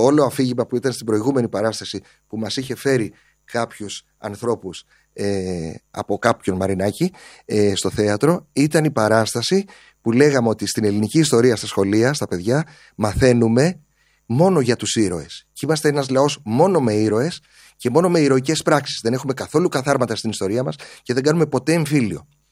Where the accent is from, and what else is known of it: Greece